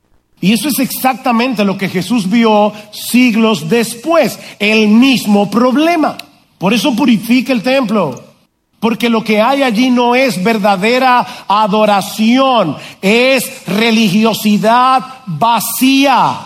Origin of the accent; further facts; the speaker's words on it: San Juan de la Maguana, San Juan, Dominican Republic; born there; Yo nací en San Juan de la Maguana.